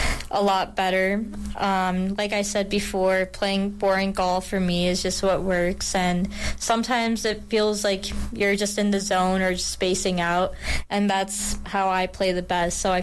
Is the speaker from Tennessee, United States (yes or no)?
no; Chicago, Illinois, United States; since I'm from Chicago, I should be used to the Windy City and the wind